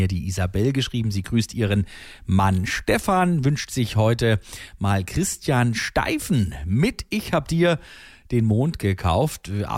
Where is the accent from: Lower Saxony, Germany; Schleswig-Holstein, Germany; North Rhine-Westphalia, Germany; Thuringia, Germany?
Thuringia, Germany; ich als Thüringer, ja, ich liebe natürlich unsere Thüringer Rostbratwurst.